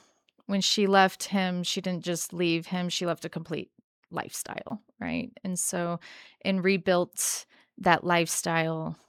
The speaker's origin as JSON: {"language": "English", "region": "Texas", "country": "United States", "tie": "born or raised there", "also_born_or_lived": "Kansas", "moved": "as an adult", "said": "I was born in Kansas. Before my first birthday, my parents moved to Texas."}